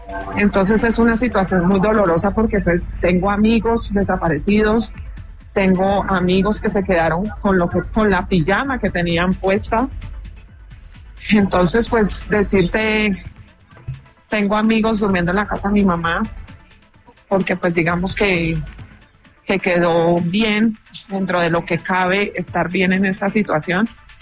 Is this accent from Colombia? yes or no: yes; Cali, Valle del Cauca, Colombia; Yo soy de Cali, la ciudad que quizá a nivel de números está más afectada por el terremoto de pasado lunes a las 7:32 de la mañana, hora de Colombia.